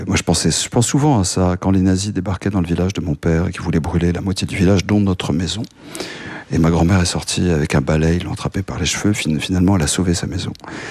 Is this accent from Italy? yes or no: no; France; born there; Moi, j'étais parent grec, je suis né en France, mais je parle grec couramment.